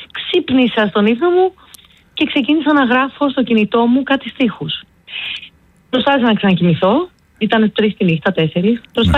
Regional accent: Drama, Eastern Macedonia and Thrace, Greece; now in Athens, Greece; Να σου πω ότι όταν κατέβηκα στην Αθήνα, επειδή εγώ ήρθα από τη Δράμα και η Αθήνα ήταν πολύ χαοτική

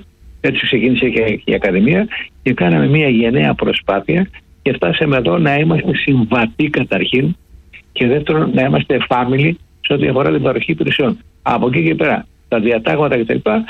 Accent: Greece; Εγώ δεν δέχομαι σαν Έλληνες να μιλάνε για μεσογειακή διατροφή όλοι.

